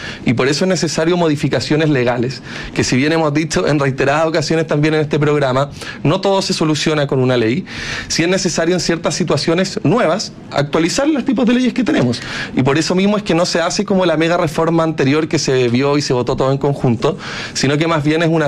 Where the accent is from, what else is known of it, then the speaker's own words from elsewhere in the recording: Chile; empezamos a preguntarnos como chileno, como política, como Estado de Chile